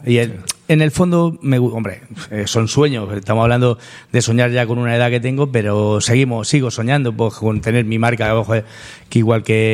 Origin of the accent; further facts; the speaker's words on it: Torrenueva, Castilla-La Mancha, Spain; Yo soy un apasionado de mi tierra, de La Mancha, sí. de Ciudad Real y de mi, vamos, de donde vivo, dicen, de mi pueblo. Yo no hay cosa que más pueda querer que mi pueblo